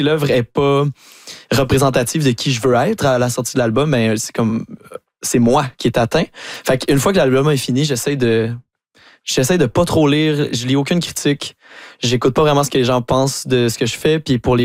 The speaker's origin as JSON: {"language": "French", "town": "Saint-Hyacinthe", "region": "Quebec", "country": "Canada", "said": "moi, je viens de Saint-Hyacinthe, qui est une oui. ville agricole."}